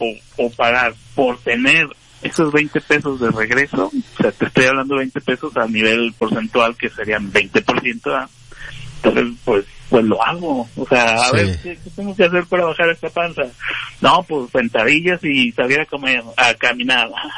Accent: Manzanillo, Colima, Mexico; now in Saltillo, Mexico; Yo soy de Manzanillo, Colima

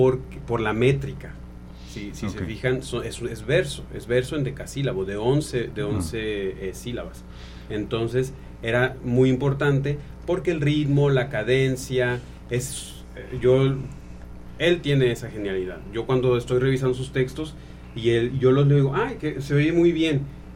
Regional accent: Limón, Costa Rica; Ahí vivo en el Limón, así es.

